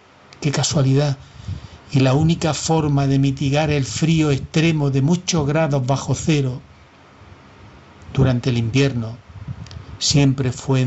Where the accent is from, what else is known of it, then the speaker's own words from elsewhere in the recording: Fonelas, Andalusia, Spain; moved away as an adult; Soy de ese lugar amplísimo, un valle hermosísimo, la Hoya de Guadix, con pueblos como el mío, Fonelas, enclavado entre la vega, la de vida azul y verde, y los espectaculares paisajes de montes, de vegetación de matorral